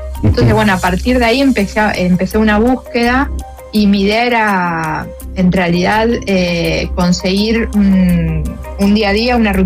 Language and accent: Spanish; Argentina; moved away as an adult; cuando yo me fui de Argentina, que fue pospandemia, ahí en 2021, también me fui diciendo, bueno, me voy y no sé cuándo vuelvo